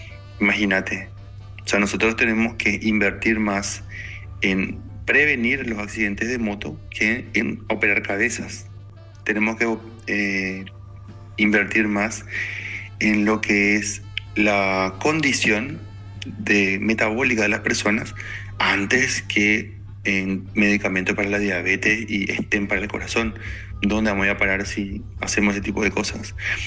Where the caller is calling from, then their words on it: Ciudad del Este, Alto Paraná, Paraguay; Vivo en Ciudad del Este, ahora estoy en Italia